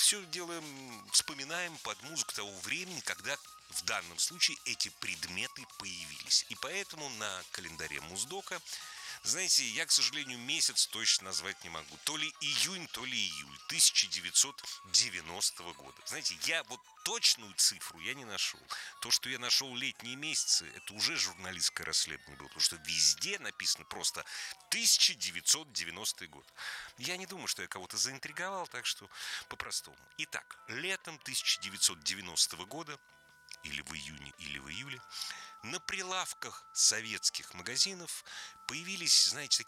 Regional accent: Moscow, Russia; как настоящий москвич

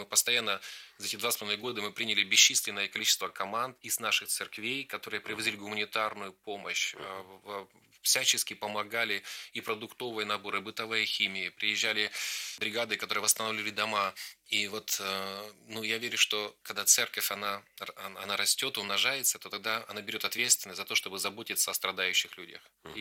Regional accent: Irkutsk, Irkutsk Oblast, Russia; Донецк мне напоминает мой родной город Иркутск, я сам в Сибири, жил на окраине Иркутска, частный сектор.

